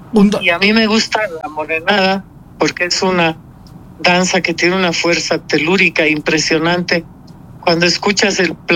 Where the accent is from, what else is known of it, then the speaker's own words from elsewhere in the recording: Germany; now in Bolivia; Decían la alemana que canta música boliviana. Pero con el tiempo me he ganado el sitial de ser boliviana alemana, porque también me he nacionalizado como boliviana.